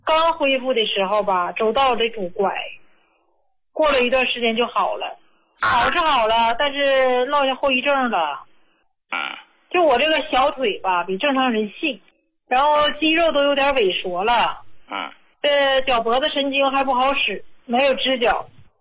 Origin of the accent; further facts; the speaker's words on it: Heilongjiang, China; 胡老师、我是黑龙江的，我今年66岁、是胡家老高的受益者。